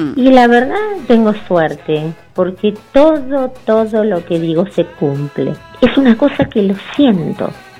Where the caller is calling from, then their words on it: Remedios de Escalada, Buenos Aires Province, Argentina; de Escalada.